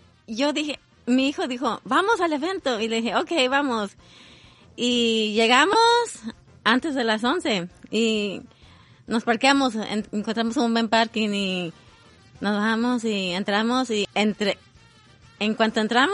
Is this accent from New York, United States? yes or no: no; Duarte, California, United States; born there; Yo soy nacida aquí en Duarte, California.